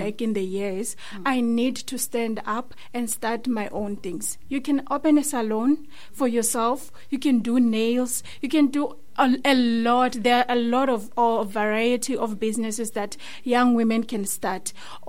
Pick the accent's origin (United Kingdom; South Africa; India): South Africa; Limpopo; now in Western Cape, South Africa; I am from Limpopo